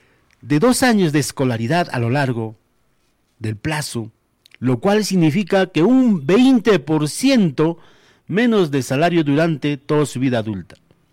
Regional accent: Peru; como peruanos, deberíamos de evitar la explotación de estos niños

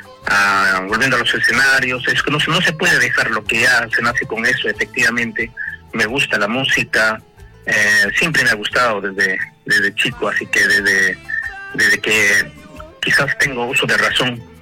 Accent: Peru; now in Lima, Peru; los alcareños residentes aquí en Lima somos bastantes.

